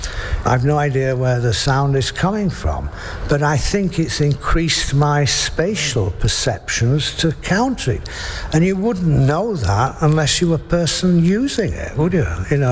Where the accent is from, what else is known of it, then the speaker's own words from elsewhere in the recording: England, United Kingdom; I'm English. I feel deeply English. I love it.